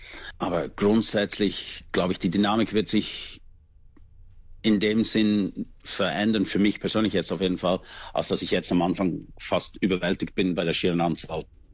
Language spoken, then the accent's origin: German; Switzerland; Als Schweizer werde ich da sehr traditionell zurückhaltend sein.